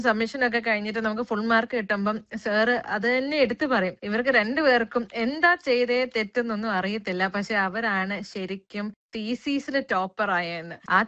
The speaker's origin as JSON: {"language": "Malayalam", "area": "Ernakulam", "region": "Kerala", "country": "India", "tie": "born or raised there", "also_born_or_lived": "Coimbatore", "said": "എറണാകുളം സ്വദേശിയാണ്."}